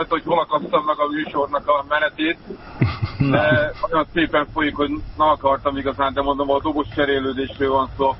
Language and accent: Hungarian; Csongrád, Csongrád-Csanád, Hungary; born or raised there